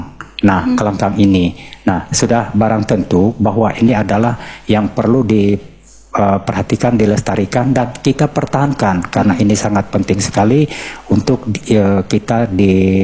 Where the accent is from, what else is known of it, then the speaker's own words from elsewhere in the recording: North Kalimantan, Indonesia; itu merupakan salah satu tradisi budaya kami orang Tidung.